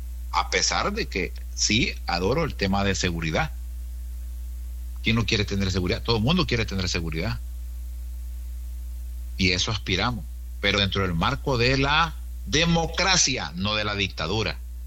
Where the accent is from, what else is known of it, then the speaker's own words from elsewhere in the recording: Honduras; Como hondureño, se lo digo sinceramente, yo no estaría de acuerdo.